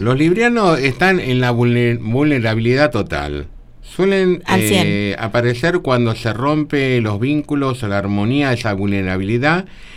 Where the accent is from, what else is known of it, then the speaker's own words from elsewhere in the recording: Luján, Buenos Aires Province, Argentina; Sí, soy de Luján.